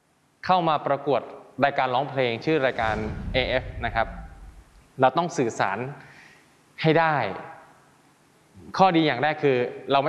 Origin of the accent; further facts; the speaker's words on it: Isan, Thailand; เราเป็นคนอีสานเราก็พูดอีสานไปเลย